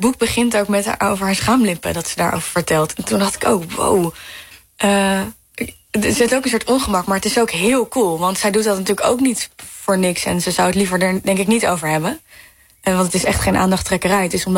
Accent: Arnhem, Gelderland, Netherlands; Ik kom zelf uit Arnhem, dus het is een beeld uit mijn jeugd.

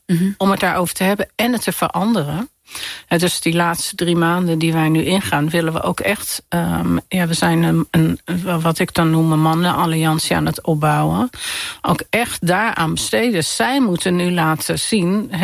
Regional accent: Amsterdam, North Holland, Netherlands; born or raised there

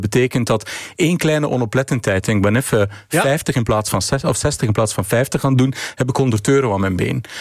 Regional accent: Flanders, Belgium; Ja, ik ben Vlaming van dienst.

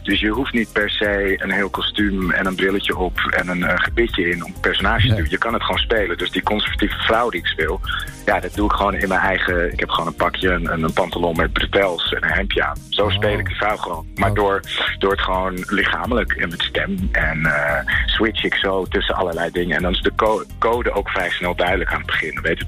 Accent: Netherlands; En dat is best wel bijzonder als Nederlander, weet je wel.

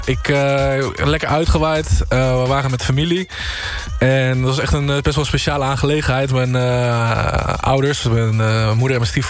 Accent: North Brabant, Netherlands; ik kom uit Brabant.

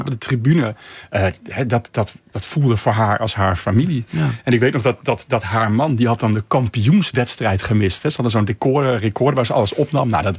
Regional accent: Alkmaar, North Holland, Netherlands; Ik ben opgegroeid in Alkmaar, dus dat is echt mijn club.

